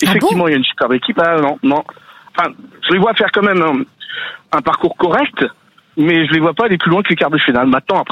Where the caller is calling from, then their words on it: France; moi je suis français